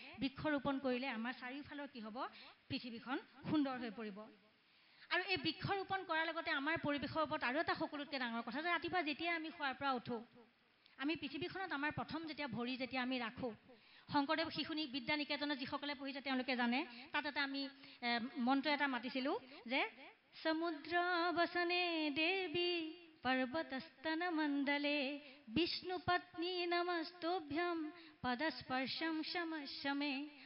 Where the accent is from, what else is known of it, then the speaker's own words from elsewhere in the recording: Assam, India; মই এগৰাকী অসমীয়া মহিলা, গতিকে মই এটা কথা সদায় ভাবোঁ যে মই যদি মোৰ চাদৰ মেখেলা সাজযোৰ মই যদি নিপিন্ধো, তেতিয়াহ'লে বেলেগে বাৰু কোনে পিন্ধিব?